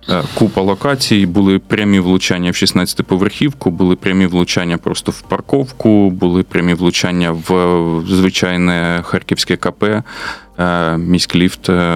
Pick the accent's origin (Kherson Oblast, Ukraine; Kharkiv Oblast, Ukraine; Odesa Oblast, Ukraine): Kharkiv Oblast, Ukraine; Chuhuiv; Ну, я як мешканець, ну, уродженець Чугуєва, я знаю, що там де що розташовано.